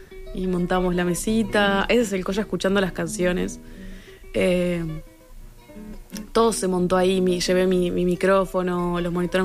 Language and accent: Spanish; Uruguay; moved away; ellos pensaban que estaba en Uruguay, porque como que habían dado por mí, conmigo por uruguayos, y porque querían que alguien de Uruguay fuera a hacerlo.